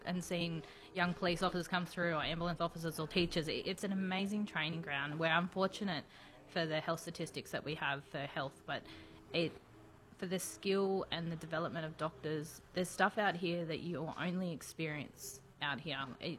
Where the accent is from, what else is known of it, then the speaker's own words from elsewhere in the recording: Northern Territory, Australia; working in my hometown